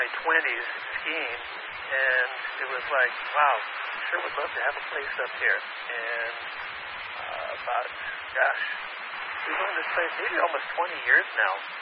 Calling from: Los Angeles, California, United States

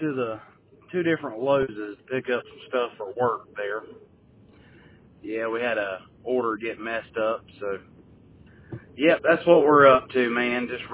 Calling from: Mount Holly, United States; I'm currently mobile here in Mount Holly.

